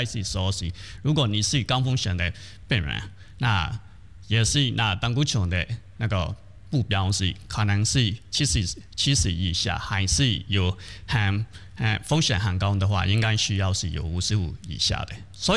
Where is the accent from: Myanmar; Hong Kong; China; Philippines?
Myanmar; now in Hualien, Taiwan; 那我是从缅甸来的